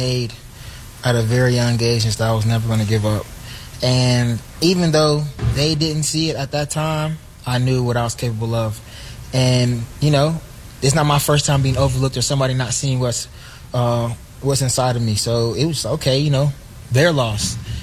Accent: Georgia, United States; And I was growing up in Gwinnett, going against people that had all the Power 5 offers, you know, going to Norcross, seeing all the color scouts in my practice.

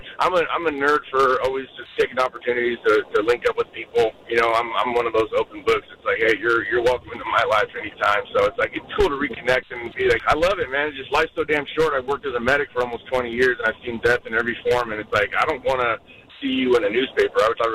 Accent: Sacramento, California, United States; born there; also born or lived in Idaho / San Jose, California; now in Hollister, United States; I actually grew up all over the world. I was born in Idaho, raised in Sacramento, and then went to high school in San Jose. Went to Branham.

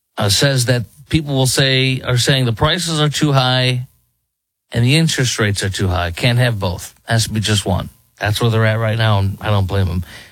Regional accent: Chicago, Illinois, United States; Let's go to Chicago, my hometown.

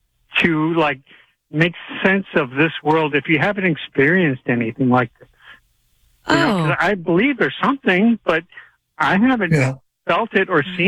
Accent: Sedona, Arizona, United States; And, well, I grew up in Sedona, Arizona.

